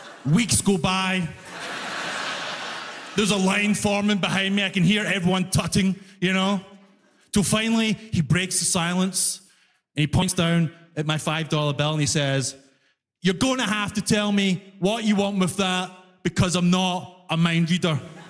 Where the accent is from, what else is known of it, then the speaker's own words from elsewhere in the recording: Glasgow, Scotland, United Kingdom; I'm from Glasgow, right? If you don't know, Glasgow is the knife crime capital of Europe. Every single Glaswegian person is a psychopath, including me.